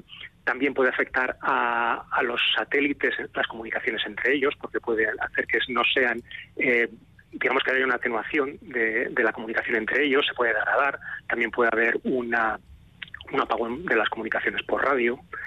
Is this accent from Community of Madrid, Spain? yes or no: no; Pamplona, Navarre, Spain; soy de Lodosa, en realidad son mis padres, yo soy de Pamplona, y mis abuelos